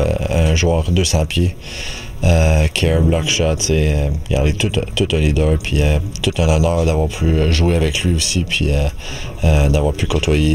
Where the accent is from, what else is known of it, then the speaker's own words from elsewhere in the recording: Quebec, Canada; Spécialement en tant que Québécois pour moi personnellement, puis avec les fans extraordinaires, la ville.